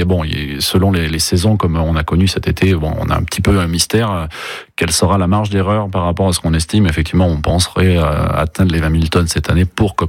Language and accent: French; Nouvelle-Aquitaine, France; moi je suis de Saint-Sandrin à côté de Pompadour